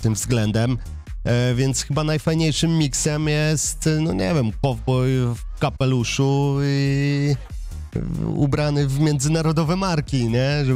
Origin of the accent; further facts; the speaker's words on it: Giżycko, Warmian-Masurian Voivodeship, Poland; Więc ja osobiście jestem z Giżycka i tą swoją mazurskość lubię podkreślać.